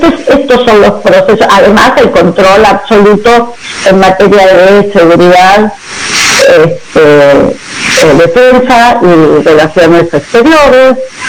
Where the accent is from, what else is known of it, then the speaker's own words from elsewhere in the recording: Argentina; yo soy argentina, que vivimos en la Argentina, tomamos una dimensión clara de lo que significa ser una neocolonia